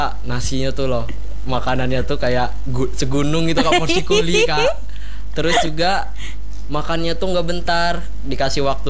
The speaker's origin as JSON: {"language": "Indonesian", "town": "Palangkaraya", "region": "Central Kalimantan", "country": "Indonesia", "tie": "born there", "said": "lahir di Palangkaraya. Dan juga saya lahir pada tanggal 6 Juni tahun 2010 ya."}